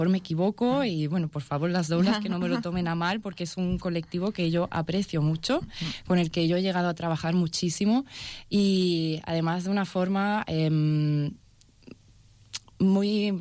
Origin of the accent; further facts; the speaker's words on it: Spain; accent: southern Spanish; now in Catalonia, Spain; Como se puede escuchar por mi acento, yo soy del sur.